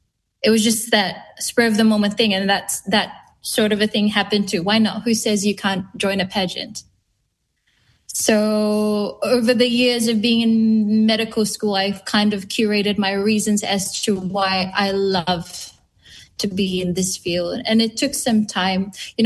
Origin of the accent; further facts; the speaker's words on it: Nekorokoro, Eastern Division, Fiji; my Vasu link, I am from Nekorokoro in the Tikina of Sanima in Kandavu. So, Southern girl at heart, representing the North.